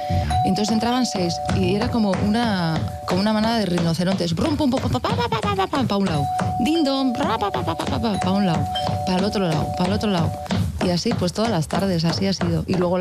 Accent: Oyalume, Basque Country, Spain; Y sí, yo he nacido en el entorno de la charanga. Soy de Oyalume, que es un barrio entre Astigarraga y Hernani, donde se ha hecho danza lecua.

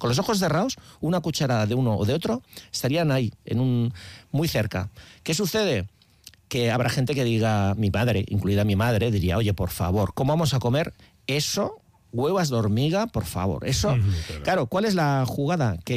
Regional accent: San Sebastián, Basque Country, Spain; nosotros somos del barrio de Guía

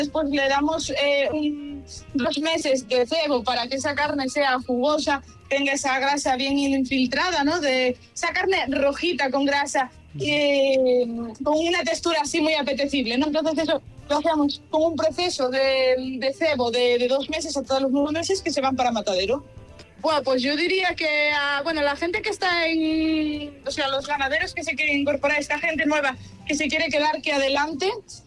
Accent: Melide, Galicia, Spain; soy ganadera de vacún de carne. Trabajamos con IGP de ternera gallega suprema y somos del centrito de Galicia, de Melide, Coruña.

